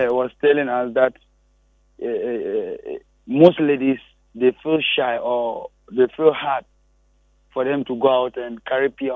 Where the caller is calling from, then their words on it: Accra, Greater Accra, Ghana; I'm just from Accra.